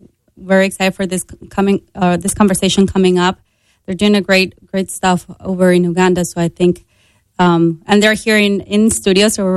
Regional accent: Monterrey, Nuevo León, Mexico; moved away; my hometown becomes our family destination now, because we go there to visit my parents and my family back in Monterrey

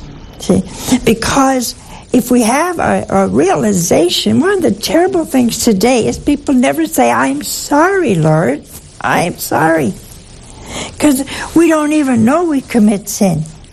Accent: Ohio, United States; born or raised there; moved away

